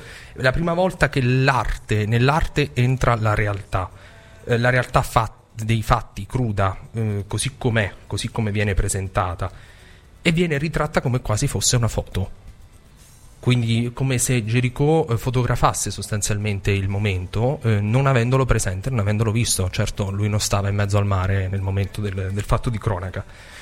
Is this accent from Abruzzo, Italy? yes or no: yes; Abruzzo, Italy; Io sono abruzzese